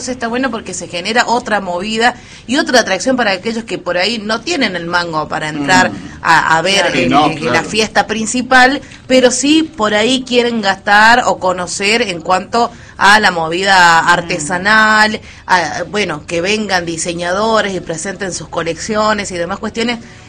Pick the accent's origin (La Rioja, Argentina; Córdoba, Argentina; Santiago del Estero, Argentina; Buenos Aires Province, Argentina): La Rioja, Argentina; le digo, sí, soy riojana.